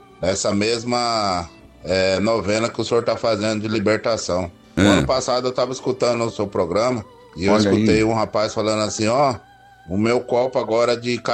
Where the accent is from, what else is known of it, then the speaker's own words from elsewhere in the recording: Marília, São Paulo, Brazil; eu sou de Marília, São Paulo. Marília é terra da bolacha.